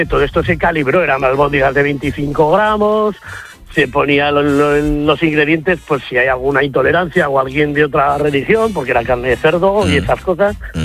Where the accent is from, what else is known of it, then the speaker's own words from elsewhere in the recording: Tabuenca, Aragon, Spain; born there; te llamo de Tabuenca, que es provincia de Zaragoza, aquí a la del Moncayo.